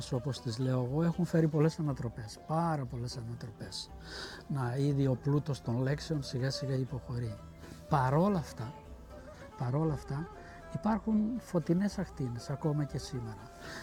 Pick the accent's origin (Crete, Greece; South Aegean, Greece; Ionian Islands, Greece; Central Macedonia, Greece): Crete, Greece; Charasso; όπως αγαπώ εγώ το χωριό μου, φαντάζομαι ότι και ο κάθε κριτικός αγαπά Σίγουρα. Το δικό του το χωριό. Και κατ' επέκταση μετά πρέπει να αγαπάμε και ολόκληρη την Κρήτη.